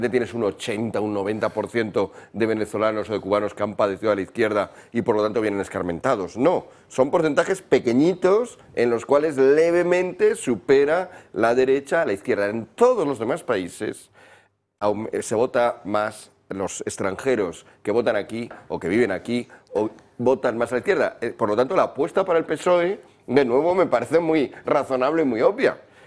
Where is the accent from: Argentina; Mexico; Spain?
Spain; los que somos originarios de España estamos más vinculados con España